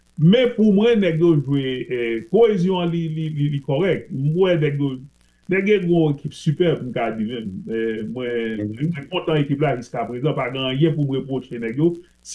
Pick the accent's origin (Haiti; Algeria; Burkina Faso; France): Haiti; Mais moi, ouais, ça, mais moi, dis, je suis haïtien